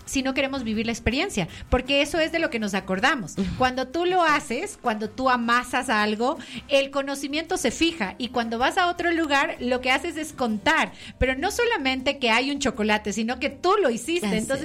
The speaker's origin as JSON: {"language": "Spanish", "country": "Ecuador", "said": "yo reclamo aquí en mi país y reclamo en el Ecuador"}